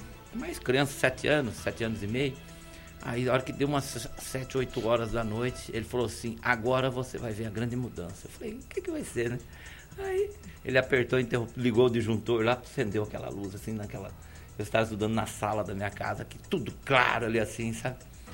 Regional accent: Tupi Paulista, São Paulo, Brazil; moved away; eu sou do interior, lá de Tupi Paulista, onde no sítio que eu morava, nem quando eu estudava, com 7, 8 anos, ainda não tinha eletricidade.

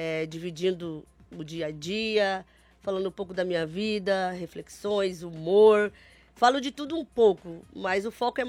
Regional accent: Cascavel, Paraná, Brazil; Eu sou de uma cidade do interior do Paraná, Cascavel.

